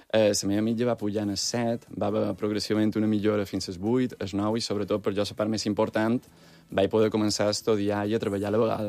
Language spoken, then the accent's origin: Catalan; Palma, Balearic Islands, Spain; nosaltres som mallorquins. Jo sóc d'aquí de Palma